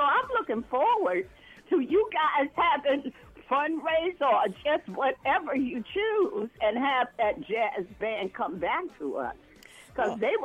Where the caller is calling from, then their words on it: New York City, New York, United States; because I'm from the Bronx